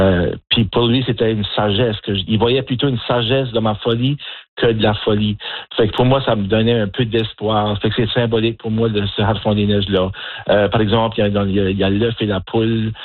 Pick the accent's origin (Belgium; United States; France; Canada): Canada; Puis aussi, mais je suis acadien, je suis père de famille, tout ça.